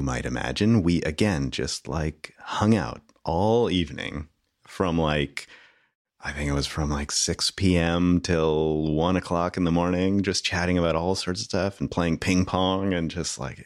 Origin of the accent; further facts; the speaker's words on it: Canada; As a Canadian